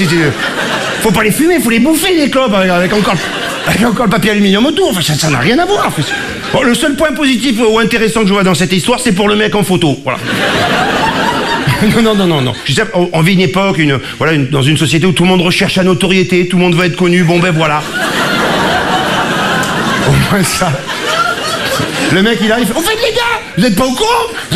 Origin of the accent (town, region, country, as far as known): Marseille, Provence-Alpes-Côte d'Azur, France; now in Paris, France